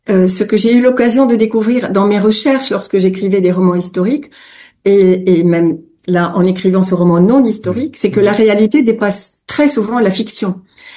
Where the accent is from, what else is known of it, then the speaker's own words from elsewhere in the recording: Lebanon; first language French and Arabic; c'était carrément notre première langue, en même temps que l'arabe. Hein, on dit que les Libanais parlent le franc-banais, un mélange de français et de libanais.